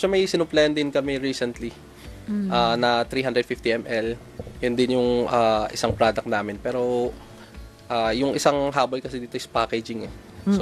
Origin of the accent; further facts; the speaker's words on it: Cordillera Administrative Region, Philippines; especially dun sa amin sa Ifugao.